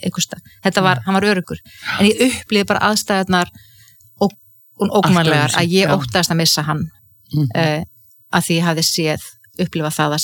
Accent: Ísafjörður, Westfjords, Iceland; moved away; ég alveg upp á Ísafirði

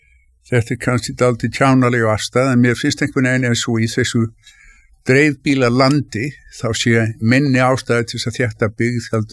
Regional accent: Reykjavík, Capital Region, Iceland; ég fættist 1949 og ég óks upp töflert mikið í Norðumýrinni.

